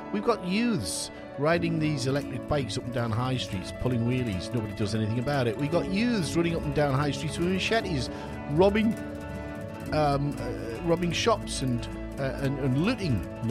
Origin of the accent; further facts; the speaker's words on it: South Shields, North East England, United Kingdom; There was one in South Shields, where my hometown just recently.